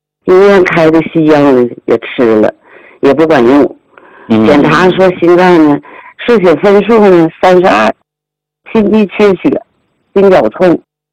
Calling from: Harbin, Heilongjiang, China; 我是来自黑龙江哈尔滨的，

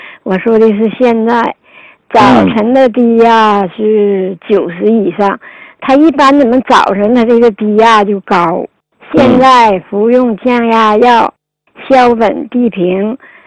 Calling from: Shenyang, Liaoning, China; 我来自辽宁省沈阳市一名学员。

